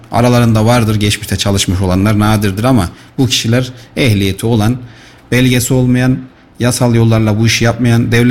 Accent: Kayseri, Turkey; mesela biz Kayserliyiz. Pazarlığı seviyoruz, fiyatı seviyoruz, ucuz olmasını istiyoruz.

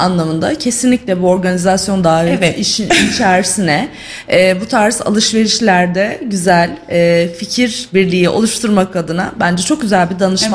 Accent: Sivas, Turkey; Bir Sivaslı olarak.

